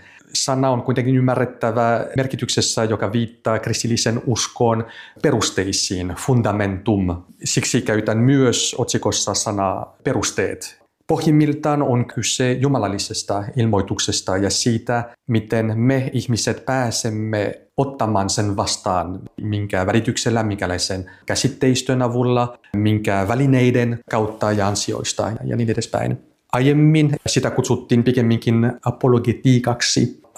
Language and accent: Finnish; France; Finnish is a second language; moved away as an adult; now in Helsinki, Finland; Olen ranskalainen.